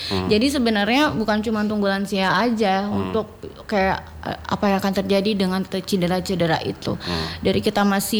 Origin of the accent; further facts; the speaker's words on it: Tarakan, North Kalimantan, Indonesia; moved away; also born or lived in Makassar; aku baru balik lagi sebenarnya ke Tarakan. Aku orang Tarakan tapi lama tinggal di Makassar, baru balik lagi setelah aku selesai teacher training itu.